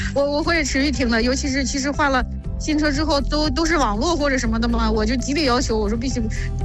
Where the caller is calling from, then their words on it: Shijiazhuang, Hebei, China; 我就是石家庄的。